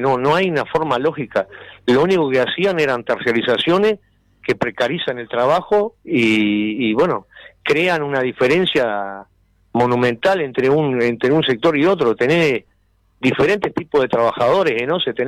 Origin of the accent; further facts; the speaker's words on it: Florida, Uruguay; Yo soy de Florida